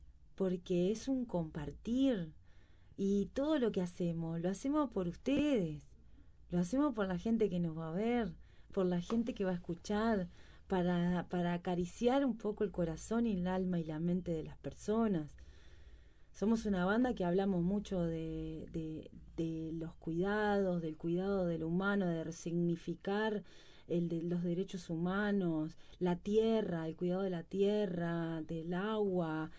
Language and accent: Spanish; Canelones, Uruguay; músicos uruguayos que venimos de la Costa de Oro